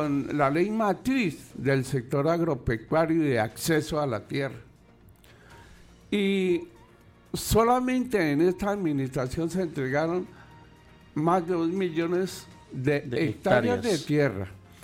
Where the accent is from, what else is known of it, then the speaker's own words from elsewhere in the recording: Colombia; nosotros como colombianos